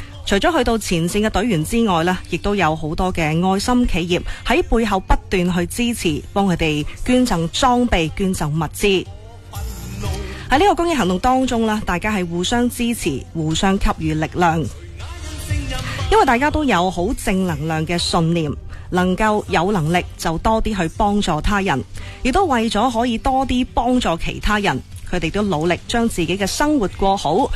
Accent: Foshan, Guangdong, China; 既系体现咗我哋佛山人嘅担当。

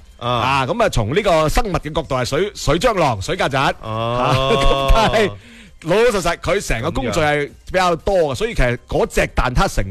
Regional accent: Panyu, Guangdong, China; 因为细佬我系番禺人啊嘛。

